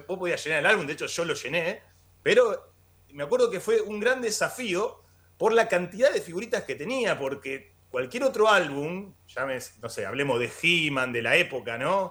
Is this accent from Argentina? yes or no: yes; Rosario, Santa Fe, Argentina; now in Funes, Argentina; nací en Rosario, toda mi infancia la pasé en la zona sur de Rosario y ahora me vine a vivir a Funes.